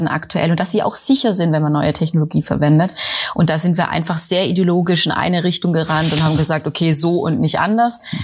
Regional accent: Stuttgart, Baden-Württemberg, Germany; Ja, ich komme aus dem Großraum Stuttgart.

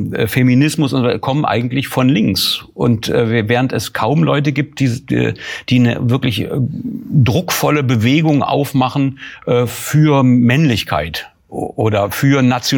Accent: East Germany, Germany; Ich komme ja aus der DDR, da gab es ja die wissenschaftliche Weltanschauung

